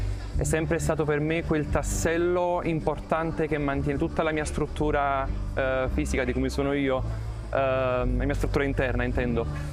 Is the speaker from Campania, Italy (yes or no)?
yes; Naples, Campania, Italy; vengo da Napoli e sto venendo qui a Medjugorje